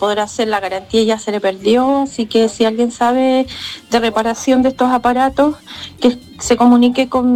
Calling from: Talcahuano, Biobío, Chile; Soy de Talcahuano

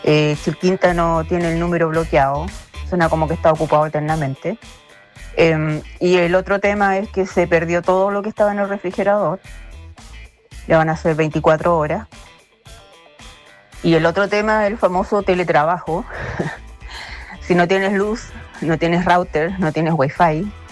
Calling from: Quilpué, Valparaíso, Chile; soy de Quilpué.

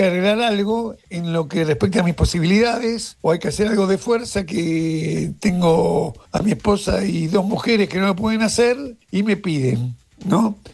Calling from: Béccar, Buenos Aires Province, Argentina

